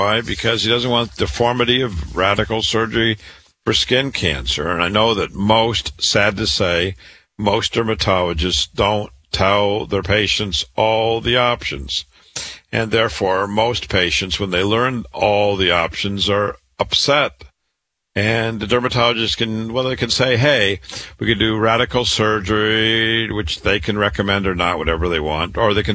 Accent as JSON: {"language": "English", "town": "Waterloo", "region": "Iowa", "country": "United States", "tie": "born or raised there", "said": "As I said earlier … I'm a cancer doctor, born and raised in Waterloo, Iowa. Went to public school, university, MD at 25."}